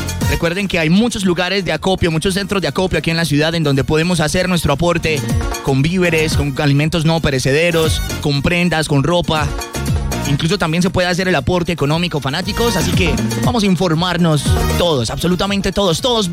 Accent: Colombia; No únicamente somos colombianos, somos hermanos, somos familia.

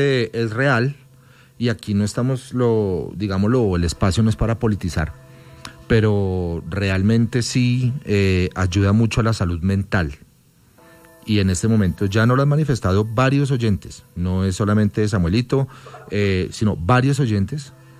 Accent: Colombia; Somos colombianos, así de sencillo.

